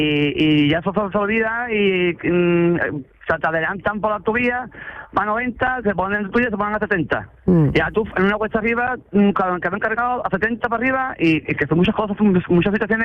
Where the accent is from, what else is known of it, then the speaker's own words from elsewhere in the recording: Jerez de la Frontera, Andalusia, Spain; Exacto. Yo soy de Jerez, claro.